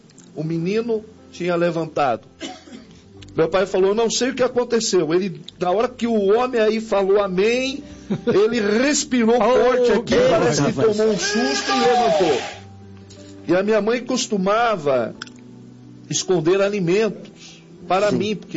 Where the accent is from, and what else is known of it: Bragança Paulista, São Paulo, Brazil